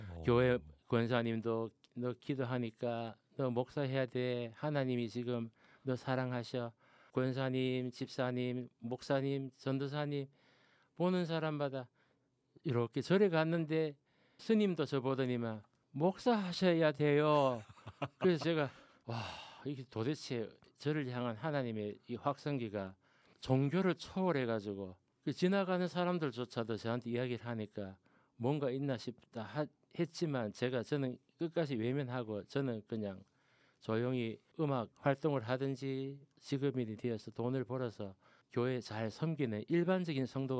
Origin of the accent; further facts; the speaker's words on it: Daegu, South Korea; 새마을 타고 제 고향인 대구로 그때 내려왔는데